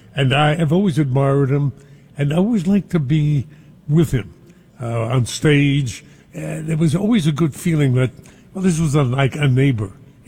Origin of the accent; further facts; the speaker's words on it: New York City, New York, United States; I was brought up in Brooklyn